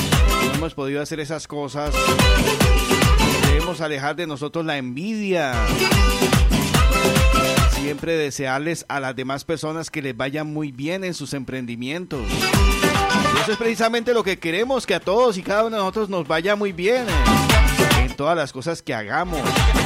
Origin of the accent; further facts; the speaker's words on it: Santander, Colombia; nosotros como santandereanos